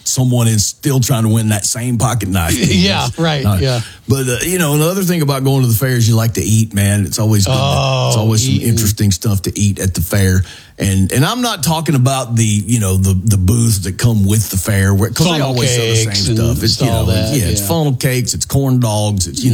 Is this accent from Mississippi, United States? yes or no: yes; Soso, Mississippi, United States; I grew up in So-So, Mississippi. There was not a lot going on.